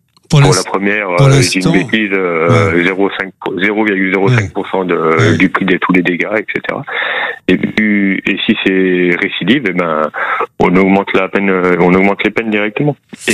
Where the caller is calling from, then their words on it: Urcuit, Nouvelle-Aquitaine, France; je vous appelle de Urquhuit, dans les Pyrénées-Atlantiques.